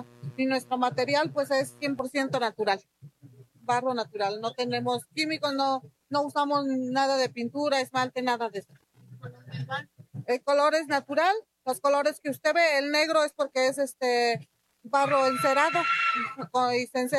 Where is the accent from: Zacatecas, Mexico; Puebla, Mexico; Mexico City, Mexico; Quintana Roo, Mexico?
Puebla, Mexico; Los Reyes Metzontla; en mi pueblo de los Reyes Metzoncle